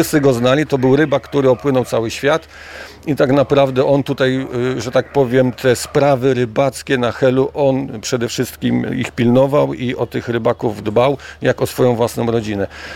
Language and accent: Polish; Władysławowo, Pomeranian Voivodeship, Poland; born there; Urodzony z dziada pradziada i muszę powiedzieć, że mam korzenie helskie, bo moim pradziadkiem, sołtysem był